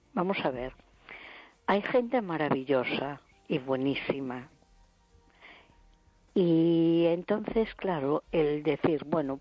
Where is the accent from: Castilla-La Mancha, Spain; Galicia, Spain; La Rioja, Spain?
Galicia, Spain; A Coruña